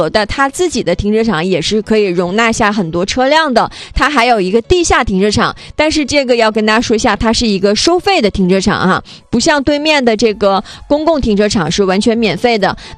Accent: Changchun, Jilin, China; 南湖公园也是我们长春人从小看到大的这样的，

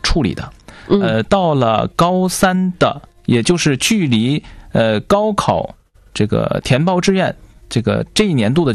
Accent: Changchun, Jilin, China; moved away as an adult; now in Xi'an, China; 我在长春生活了18年，然后呢上大学的时候去了西安，一直到现在，所以实际上我是回家乡来宣传这个我的大学。

